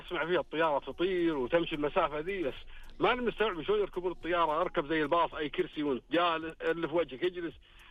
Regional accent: Khobar, Eastern Province, Saudi Arabia; انا من اهل الشرقيه وعايش طول عمري في الخبر.

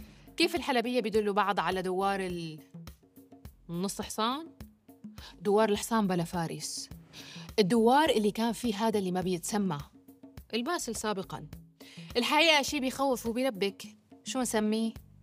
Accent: Syria; نحن السوريين

